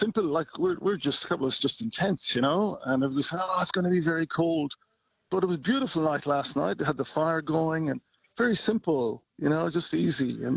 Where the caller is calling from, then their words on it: Beechworth, Victoria, Australia; I'm calling in from Beechworth in Victoria.